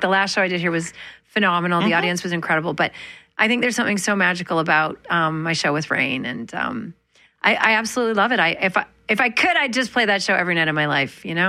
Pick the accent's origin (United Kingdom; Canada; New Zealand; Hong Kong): Canada; Manitoba; Growing up in Manitoba, I always tell this story